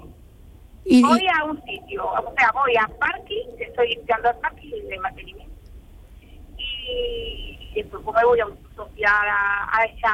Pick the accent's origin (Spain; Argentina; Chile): Spain; Olivares, Andalusia; Yo soy de Olivares.